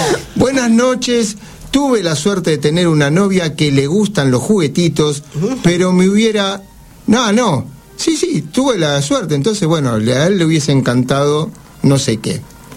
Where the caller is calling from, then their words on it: Santa Fe, Argentina; de Santa Fe. En este momento me encuentro en el AMBA trabajando.